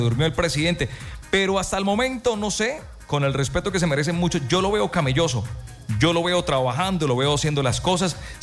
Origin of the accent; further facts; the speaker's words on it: Colombia; yo soy colombiano